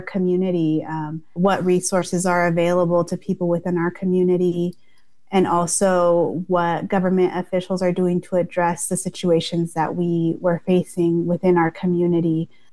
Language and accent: English; Tucson, Arizona, United States; I was born and raised in Tucson